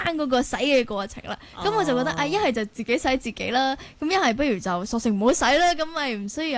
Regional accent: Guangdong, China; 就会觉得我哋广东人咧都洗得太犀利啦。

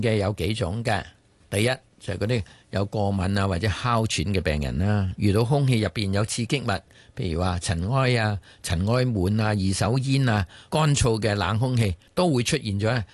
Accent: Guangdong, China; 我哋广东人咧叫舌头做利噶嘛

